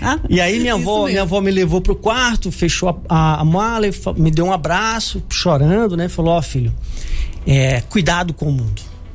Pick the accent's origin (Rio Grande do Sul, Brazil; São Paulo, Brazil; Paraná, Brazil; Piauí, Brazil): Piauí, Brazil; also born or lived in Brasília; Então minha vida começou na roça, no interior do Piauí, uma terra onde, na verdade eu nasci em Brasília, minha mãe era doméstica, com um ano ela entendeu que não tinha como cuidar de uma criança e trabalhar